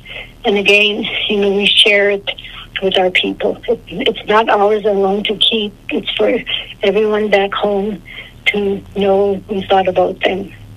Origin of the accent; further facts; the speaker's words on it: Inuvik, Northwest Territories, Canada; from Inuvik, the Northwest Territories, the Beaufort Delta, and all the Northwest Territories, and I can't find a job.